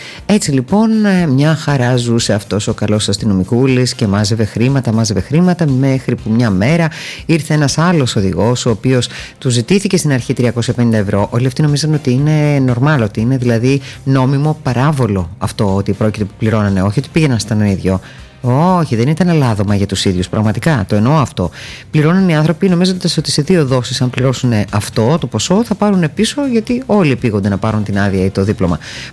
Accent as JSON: {"language": "Greek", "town": "Volos", "region": "Thessaly", "country": "Greece", "tie": "born or raised there", "moved": "yes", "said": "στην πατρίδα μου, γιατί από εκεί κατάγομαι, από το Βόλο"}